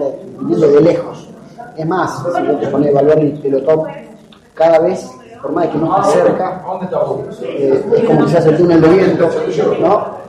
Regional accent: Córdoba, Argentina; Como cordobés, como local, recibir ese cariño de la gente

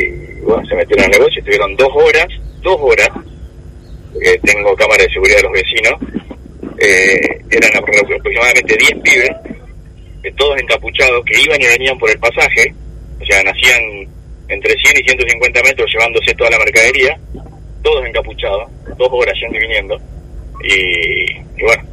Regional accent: Santo Tomé, Argentina; yo soy de Santo Tomé, me llama un vecino, me dice, te entraron a robar.

